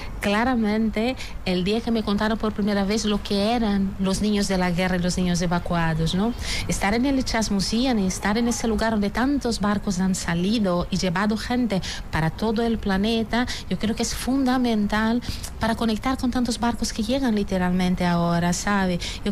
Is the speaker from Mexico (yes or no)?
no; Brazil; now in Spain